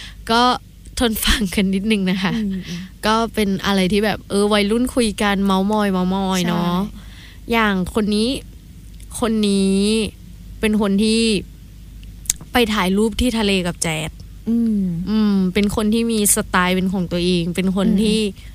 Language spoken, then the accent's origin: Thai; Southern Thailand, Thailand; พี่เป็นคนแบบรักใครรักจริง เด็กใต้รักจริง